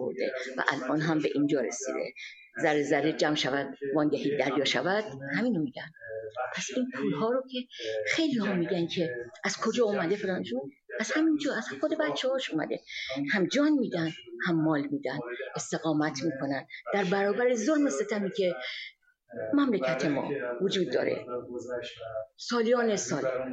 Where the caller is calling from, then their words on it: Canada; also born or lived in Iran; از کانادا اومدم. میخوام یک خاطری رو از برادرم زمانی که در ایران بودیم برای شما تعریف کنم